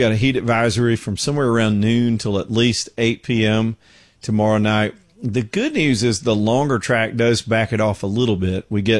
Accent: the South, United States; I'm a Southerner. I grew up in the South, spent 99.9% of my life here.

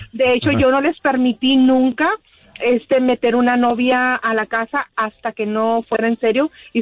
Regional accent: Chihuahua, Mexico; Yo soy de Chihuahua.

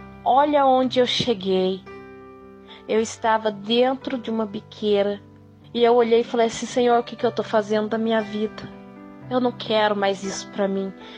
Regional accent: São Paulo, Brazil; eu sou do interior de São Paulo, da cidade de São Luís.

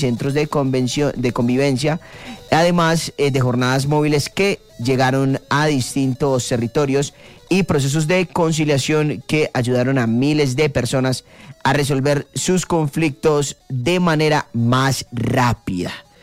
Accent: Antioquia, Colombia; ejemplo, en Antioquia, si Luda va a mi casa, ya no va a lavar la loza.

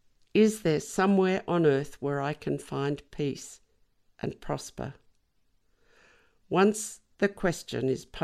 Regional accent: Carlton, Victoria, Australia; As a child, growing up in Carlton, I lived in two worlds. On the streets of Carlton, we were interacting with children from Greece, from Yugoslavia, from Italy, from working-class Australian families.

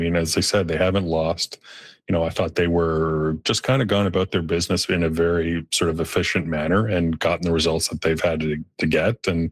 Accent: Canada; obviously as a Canadian

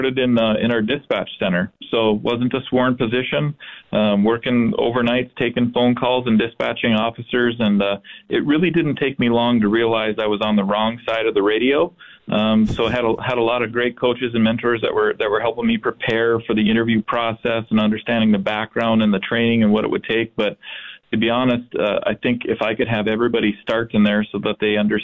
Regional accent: North Dakota, United States; So definitely consider myself a local, kind of born and raised in North Dakota, just a small town not too far from Fargo.

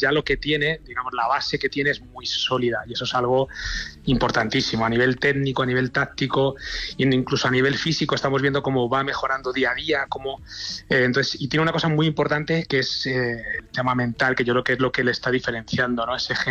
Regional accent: Leganés, Community of Madrid, Spain; da la casualidad que yo también soy de Leganés, Rafa es de Leganés

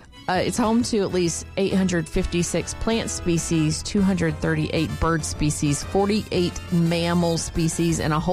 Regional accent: Georgia, United States; moved away; Down in Georgia, where my home state

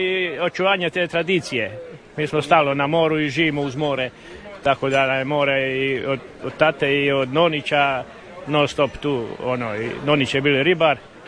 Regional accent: Selce, Primorje-Gorski Kotar County, Croatia; Mi smo tamo sa Kvarnera iz Selca, predstavljamo jedričac klub Selce.

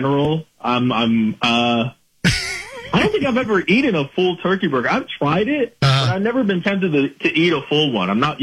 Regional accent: Texas, United States; Well, I mean, I'm from Texas, so I got to say sweet tea.

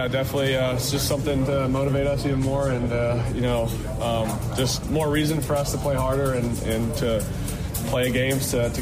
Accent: California, United States; Yeah, big game for me coming back home, my hometown.

